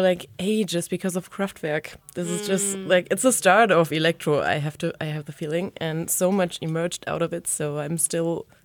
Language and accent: English; West Germany, Germany; I'm from West Germany